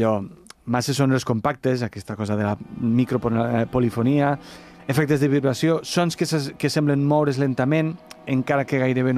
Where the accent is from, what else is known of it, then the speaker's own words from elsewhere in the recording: Lleida, Catalonia, Spain; ja que sóc de Lleida.